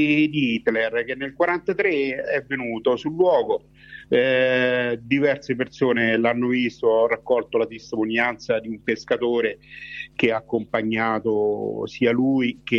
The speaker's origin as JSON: {"language": "Italian", "town": "Marta", "region": "Lazio", "country": "Italy", "tie": "born or raised there", "said": "del mio paese, di Marta"}